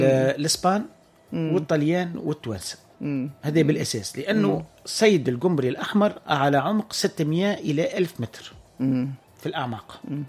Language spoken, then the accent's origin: Arabic; Tunisia; واحنا زاد كذلك كتونسيين نطالبوا به الانصاف في اداره الموارد المشتركه